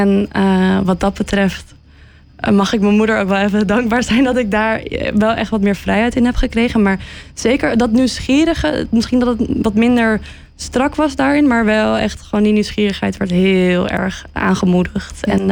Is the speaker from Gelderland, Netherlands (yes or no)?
no; Amsterdam, North Holland, Netherlands; ik ben Chinees-Javaans, Chinees-Javaans Amsterdammer. Dat wel specifiek voor die diaspora mij wel echt doet denken aan die cultuur.